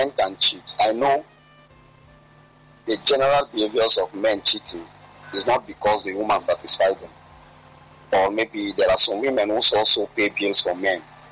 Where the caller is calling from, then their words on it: Abuja, Federal Capital Territory, Nigeria; I'm calling from Abuja.